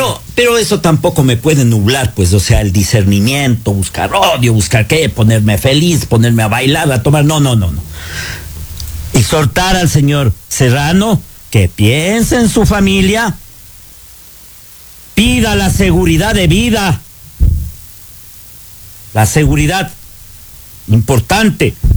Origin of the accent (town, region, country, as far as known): Ecuador